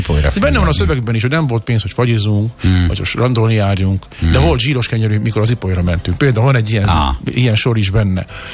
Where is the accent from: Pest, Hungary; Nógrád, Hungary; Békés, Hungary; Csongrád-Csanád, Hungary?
Nógrád, Hungary; Balassagyarmat; moved away; milyen volt Balassagyarmaton felnőni, milyen volt járni az Ipolyra fürdeni